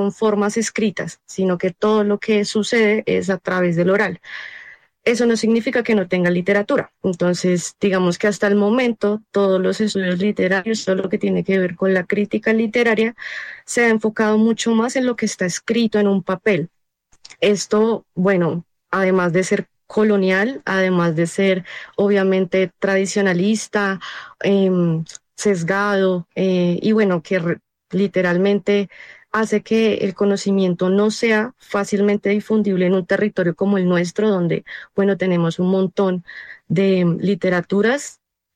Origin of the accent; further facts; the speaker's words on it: Bogotá, Colombia; yo soy de Suba y la mayoría de las personas que conformamos la editorial, pues somos de SUBA.